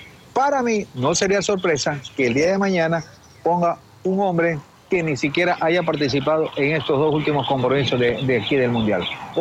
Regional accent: Ecuador

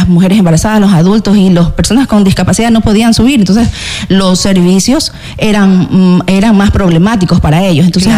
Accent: Manglaralto, Santa Elena, Ecuador; dentro de nuestra parroquia Manglar Alto.

